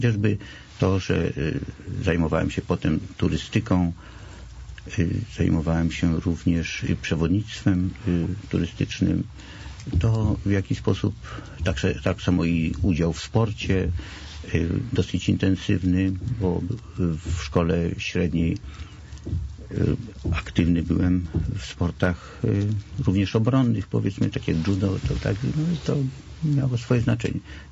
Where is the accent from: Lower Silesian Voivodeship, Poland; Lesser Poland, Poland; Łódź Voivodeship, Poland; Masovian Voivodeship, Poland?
Masovian Voivodeship, Poland; Warsaw; Warszawa. Cały czas urodziłem się i mieszkałem w Warszawie.